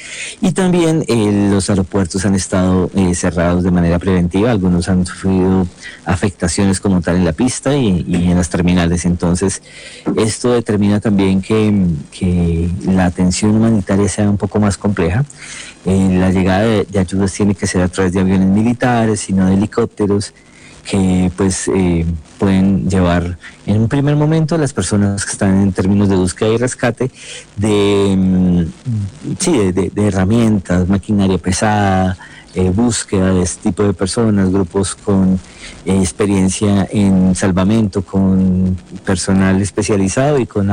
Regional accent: Colombia; los colombianos sabemos madrugar bastante

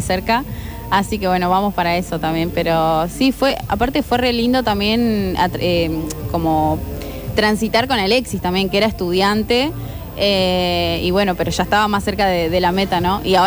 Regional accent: San Jaime de la Frontera, Entre Ríos, Argentina; moved away; vengo desde San Jaime de la Frontera, Entre Ríos, no soy de Corrientes

